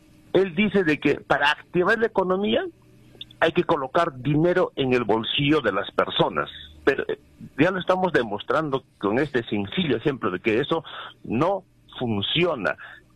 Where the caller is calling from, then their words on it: Juliaca, Puno, Peru; desde Juliaca.